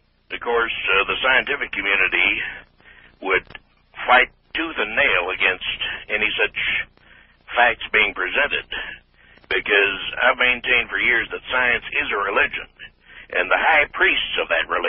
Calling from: Phoenix, Arizona, United States; in Phoenix.

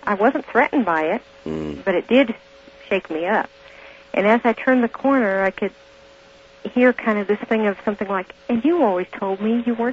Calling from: Denver, Colorado, United States; Good morning, Art. … in Denver.

